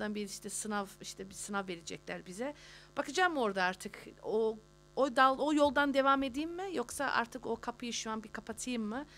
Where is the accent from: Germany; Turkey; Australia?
Australia; bizler burada doğup büyüdük